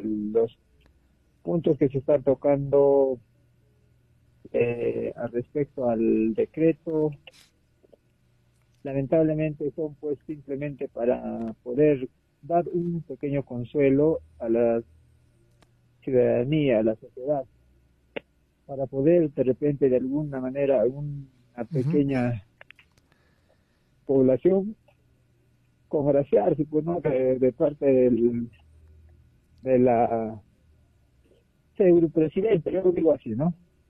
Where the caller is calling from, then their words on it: Juliaca, Puno, Peru; desde Juliaca